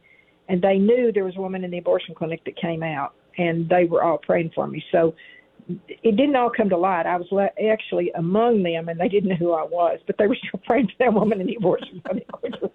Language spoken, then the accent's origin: English; San Saba, Texas, United States; And then I went to my hometown of San Saba and went to the Ministerial Alliance